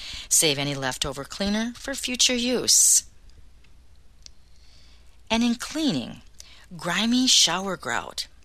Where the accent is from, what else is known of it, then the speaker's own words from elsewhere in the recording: Bronx, New York, United States; I love me a hoop earring. Growing up in the Bronx, they had these things called door knockers.